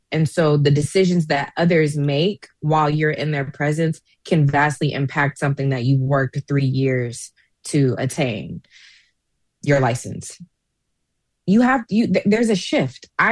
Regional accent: Atlanta, Georgia, United States; moved away; I'm originally from Atlanta

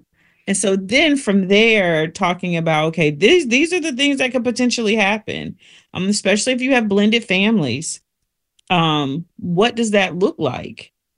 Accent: South Carolina, United States; I'm from South Carolina

